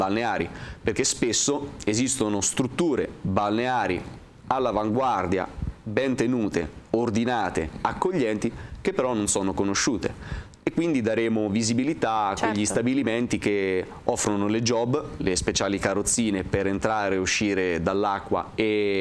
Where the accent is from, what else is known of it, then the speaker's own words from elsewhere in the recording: Falconara Marittima, Marche, Italy; Io sono di Falconara Marittima